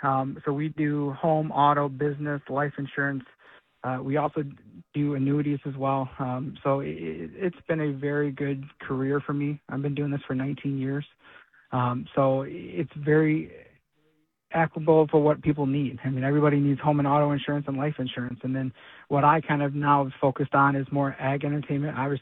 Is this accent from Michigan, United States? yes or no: yes; Ypsilanti, Michigan, United States; So I grew up over in Ypsilanti, grew up in the Lincoln High School area, Consolidated School, still sponsor there.